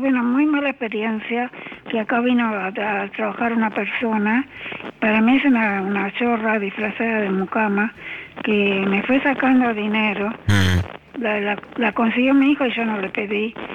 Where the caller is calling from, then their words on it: Buenos Aires, Argentina; Vivo en Villa Crespo.